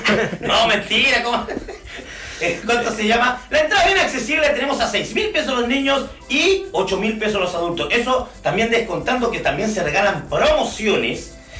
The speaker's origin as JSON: {"language": "Spanish", "town": "Punitaqui", "region": "Coquimbo", "country": "Chile", "said": "Somos del pueblo de Punitaqui"}